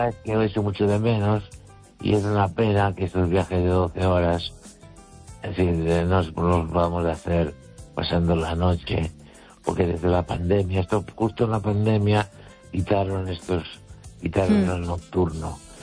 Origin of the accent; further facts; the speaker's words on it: Galicia, Spain; Y mi pueblo está a unos 9 kilómetros o 8 de Los Peares.